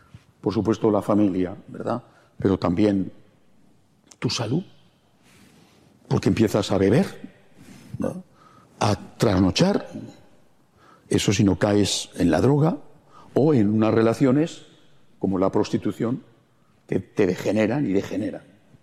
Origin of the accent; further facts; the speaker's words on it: Spain; En mi país, en España